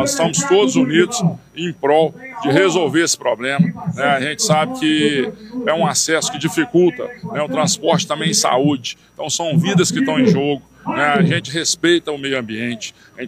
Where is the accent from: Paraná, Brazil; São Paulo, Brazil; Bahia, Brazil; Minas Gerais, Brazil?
Minas Gerais, Brazil; Ipanema; born there; Eu que sou nascido em Ipanema